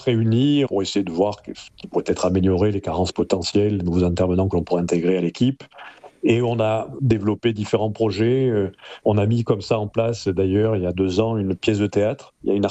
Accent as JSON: {"language": "French", "town": "Marseille", "region": "Provence-Alpes-Côte d'Azur", "country": "France", "tie": "born or raised there", "lives_now": "Perpignan, France"}